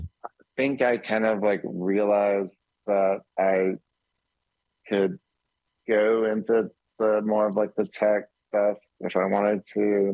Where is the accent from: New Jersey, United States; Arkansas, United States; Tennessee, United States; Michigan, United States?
Tennessee, United States; Memphis; also born or lived in New York; I moved home from New York to Memphis, thinking it was just going to be like a short-term thing. And I think 2008.